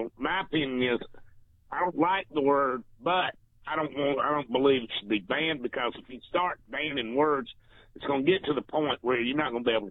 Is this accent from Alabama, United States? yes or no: yes; Guntersville, Alabama, United States; We grew up in Lake Gunnersville. This was back around 1971, so that was a while back ago.